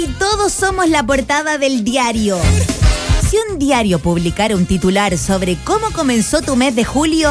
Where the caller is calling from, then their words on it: Dominican Republic; Saludos para todos y soy de la RD